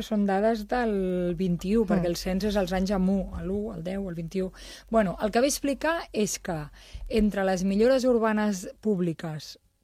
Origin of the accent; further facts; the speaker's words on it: Sant Martí, Catalonia, Spain; Jo soc de Sant Martí